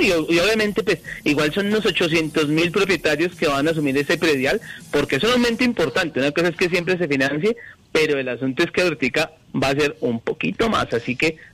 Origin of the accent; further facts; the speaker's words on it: Colombia; Sí, señora, parte del terremoto, pero seguimos adelante, que así somos los colombianos.